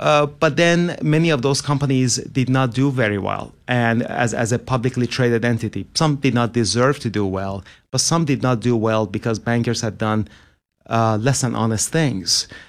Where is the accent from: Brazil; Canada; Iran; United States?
Iran; as a kid growing up in Iran in the 1980s